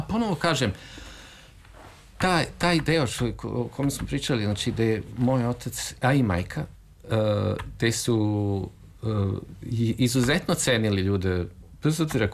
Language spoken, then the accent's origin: Serbian; Belgrade, Serbia; ja sam rođen u Beogradu i prvi dom je bio na Slavi, a onda smo se kasnije preselili u Bulevar Revolucije, tadašnji Bulevar Kralja Aleksandra.